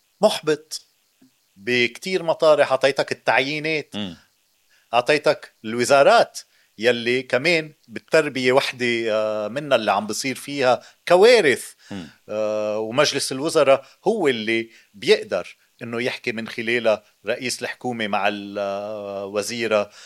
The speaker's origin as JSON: {"language": "Arabic", "country": "Lebanon", "said": "مصلحتنا كلبنانيين،"}